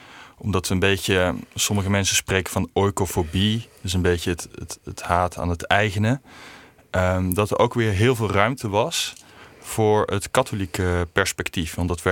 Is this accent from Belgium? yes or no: yes; Belgium; Ik ben in België opgegroeid. Ik heb Frans geleerd daar